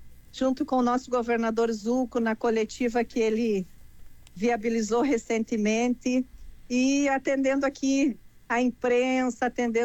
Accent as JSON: {"language": "Portuguese", "town": "Soledade", "region": "Rio Grande do Sul", "country": "Brazil", "tie": "born there", "moved": "yes", "said": "Eu que sou do interior, eu sou lá de Soledade, nasci lá com muito orgulho, sou filha de agricultores"}